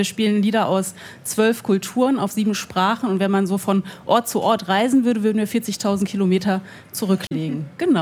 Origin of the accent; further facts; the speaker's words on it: Bielefeld, North Rhine-Westphalia, Germany; aus Bielefeld. Wir kommen aus Bielefeld.